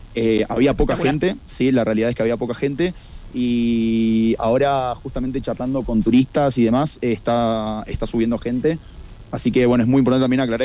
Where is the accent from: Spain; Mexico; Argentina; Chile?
Argentina; Mendoza; born there; moved away; Yo soy mendocino y nací en la montaña